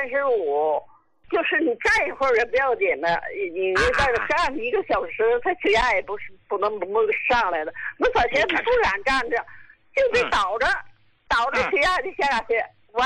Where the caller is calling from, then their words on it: Qingdao, Shandong, China; 青岛的。